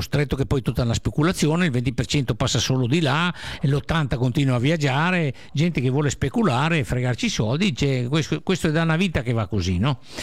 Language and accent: Italian; Friuli-Venezia Giulia, Italy; moved away; io sono un ragazzo carnico che viene dal Friuli